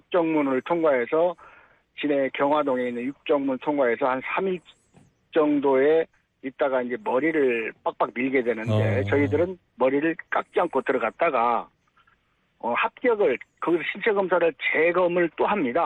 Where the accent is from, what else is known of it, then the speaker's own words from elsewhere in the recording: Jeonju, North Jeolla, South Korea; 저는 이제 그 지방의 전주 출신인데요.